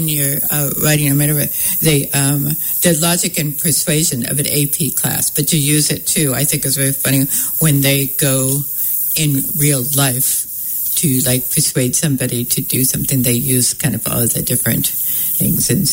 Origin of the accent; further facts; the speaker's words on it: Spangle, Washington, United States; I'm from Spangle, which is about 20 miles south of here.